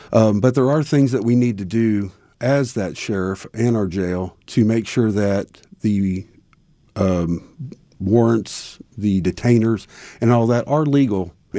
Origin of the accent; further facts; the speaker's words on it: United States; I was born and raised in Marion County.